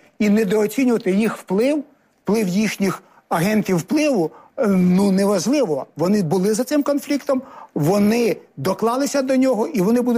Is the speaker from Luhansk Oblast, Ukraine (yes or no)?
no; Volyn Oblast, Ukraine; born there; Насправді, я народився на Волині, моя мама полька, мої батьки пережили оцю волинську річ, і я пам'ятаю ці розмови.